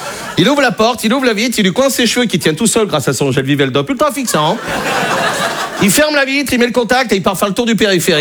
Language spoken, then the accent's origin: French; Brittany, France